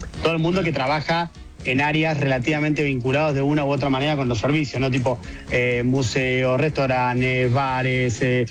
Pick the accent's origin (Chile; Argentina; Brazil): Argentina; Buenos Aires; Llevo muy conmigo dos características que son la argentinidad y la porteñidad.